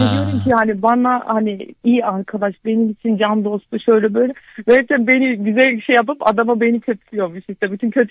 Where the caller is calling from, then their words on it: Antalya, Turkey; Antalya'dan arıyorum.